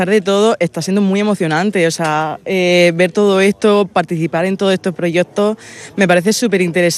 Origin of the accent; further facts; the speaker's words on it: San Pedro del Pinatar, Region of Murcia, Spain; moved away as an adult; now in Valencia, Spain; yo soy de San Pedro del Pinatar y aunque esté estudiando en Valencia, pues yo qué sé, me gustaría volver como, digamos, entre comillas, a la terreta